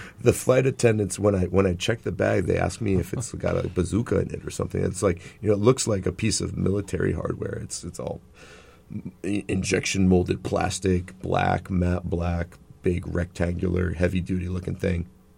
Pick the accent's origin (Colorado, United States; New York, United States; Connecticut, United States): Connecticut, United States; moved away as an adult; also born or lived in Los Angeles; I grew up here in Connecticut, and then I went to school for music.